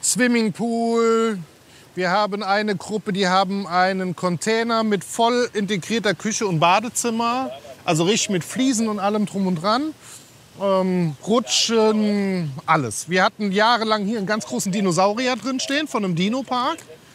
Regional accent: Rhineland-Palatinate, Germany; Ich bin ja am Nürburgring mit Motorengeräuschen groß geworden. Ich wohne nur 2 Kilometer von der Compris-Strecke entfernt.

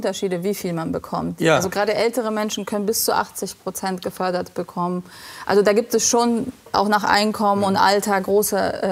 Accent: Mannheim, Baden-Württemberg, Germany; Also ich bin ja auch Mannheimer.

